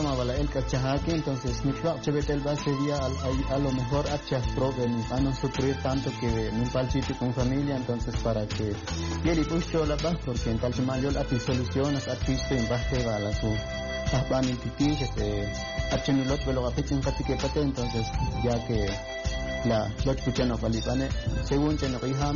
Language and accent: Spanish; Quiché, Guatemala; first language Ixil; En mi dialecto, porque soy Ishil.